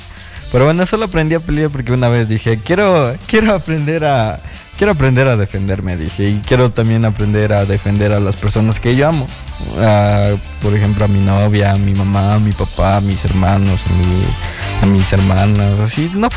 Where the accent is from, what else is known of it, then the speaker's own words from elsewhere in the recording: Ambato, Tungurahua, Ecuador; como soy de Ambato